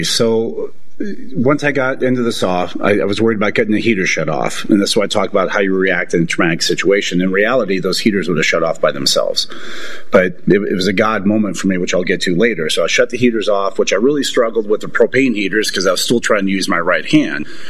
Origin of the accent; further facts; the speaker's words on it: Iowa, United States; I grew up in Northeast Iowa, where wrestling is a religion.